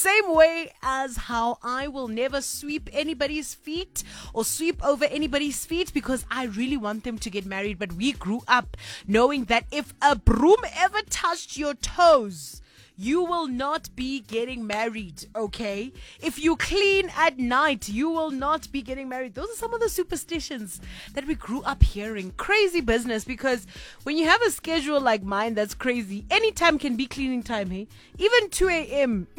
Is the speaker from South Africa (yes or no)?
yes; South Africa; being a South African